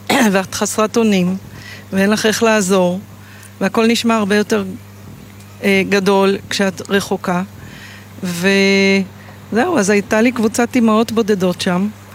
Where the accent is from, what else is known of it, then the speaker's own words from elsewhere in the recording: Jerusalem, Jerusalem District, Israel; moved away as an adult; now in Atlanta, United States; נכון, נולדתי פה, גדלתי פה, בירושלים.